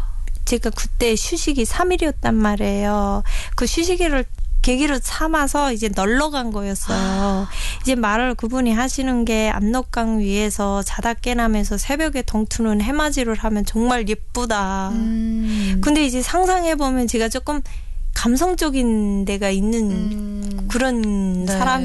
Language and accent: Korean; North Pyongan, North Korea; moved away as an adult; now in South Korea; 남한종착 7개월 차 평안북도에서 온